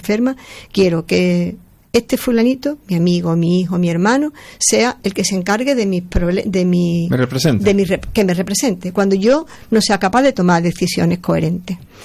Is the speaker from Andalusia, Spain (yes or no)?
yes; Osuna, Andalusia, Spain; que ya soy una persona mayor, que soy de Osuna y vivo en Osuna.